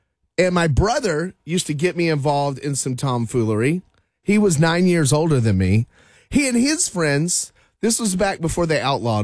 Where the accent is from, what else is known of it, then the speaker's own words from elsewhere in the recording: Memphis, Texas, United States; moved away; a little town in the Texas panhandle called Memphis, Texas.